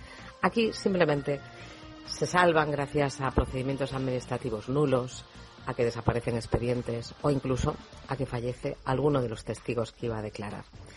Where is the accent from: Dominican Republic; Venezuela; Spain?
Spain